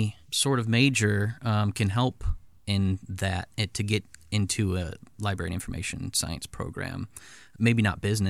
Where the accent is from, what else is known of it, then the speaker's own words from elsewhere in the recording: O'Fallon, Missouri, United States; now in Godfrey, United States; Yeah, so I grew up in the St. Louis metro area, O'Fallon, Missouri. And my wife also is from this area. We live in Godfrey now, so somewhat, you know, close by.